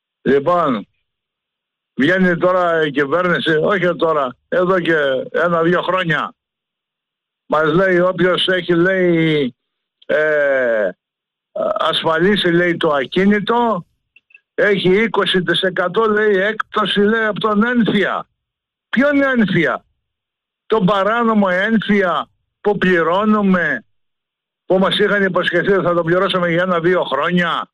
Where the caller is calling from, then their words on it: Thessaly, Greece; από τον Κόζακα.